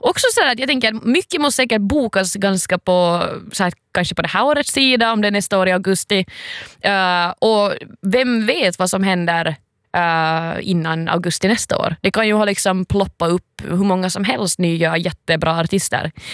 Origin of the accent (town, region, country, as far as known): Raseborg, Uusimaa, Finland